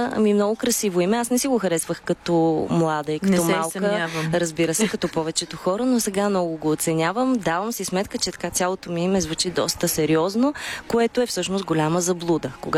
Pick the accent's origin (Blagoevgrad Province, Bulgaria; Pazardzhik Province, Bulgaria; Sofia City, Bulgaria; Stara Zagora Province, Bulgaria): Pazardzhik Province, Bulgaria; Pazardzhik; born there; Аз съм родена в Пазарджик.